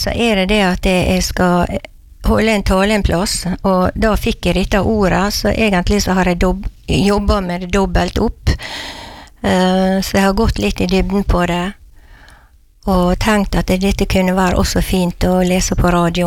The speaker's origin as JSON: {"language": "Norwegian", "town": "Brattvåg", "region": "Møre og Romsdal", "country": "Norway", "tie": "born or raised there", "moved": "yes", "lives_now": "Ellingsøya, Norway", "said": "egentlig så er jeg fra Brattvåg, der jeg vokste opp."}